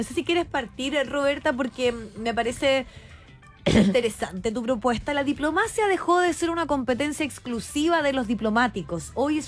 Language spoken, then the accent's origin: Spanish; Chile; como chileno, desde chico tu vida está marcada por los 18 con la empanada